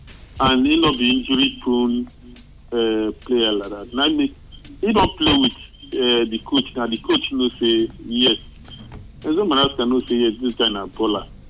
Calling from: Obuasi, Ashanti, Ghana; from Oguashi.

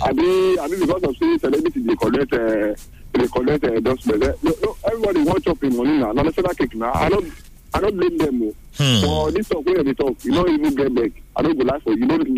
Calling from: Asaba, Delta, Nigeria; I'm calling from Asaba

